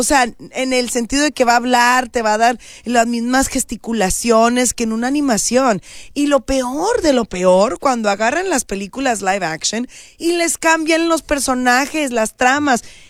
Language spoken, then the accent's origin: Spanish; Mexico; Si me hacen un registro de mi mexicanidad.